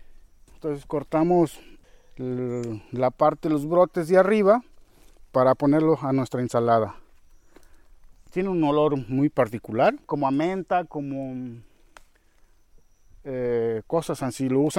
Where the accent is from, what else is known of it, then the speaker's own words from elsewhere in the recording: Guerrero, Mexico; Entonces nos vinimos al estado de Guerrero y pues eso hace ya un ratillo, hace ya 40 y tantos años, 43 años precisos, y ya, nos quedamos aquí, está la fecha, ¿no? Yo, básicamente aquí crecí.